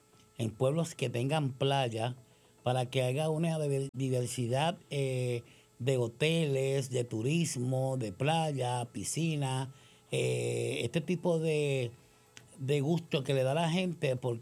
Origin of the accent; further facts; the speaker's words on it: Bayamón, Puerto Rico; yo soy nacida y criada aquí en Bayamón